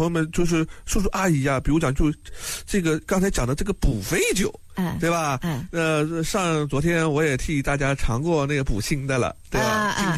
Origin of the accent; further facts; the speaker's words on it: Nanjing, Jiangsu, China; accent: Nanjing dialect; 我们南京话